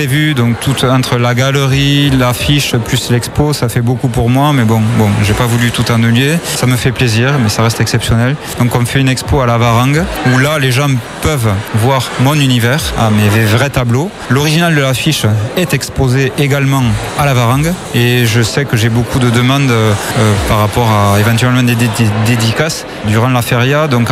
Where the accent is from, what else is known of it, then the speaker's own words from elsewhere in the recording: Vic-Fezensac, Occitanie, France; now in Hossegor, France; Je suis originaire de Vic-Fezensac. Et j'habite à Haussegor, ça fait une trentaine d'années.